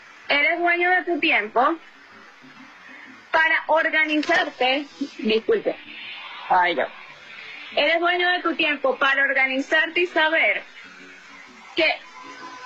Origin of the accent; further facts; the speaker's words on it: Venezuela; porque así somos las venezolanas, somos mujeres aguerridas, echadas para adelante, que no nos detenemos ante las circunstancias.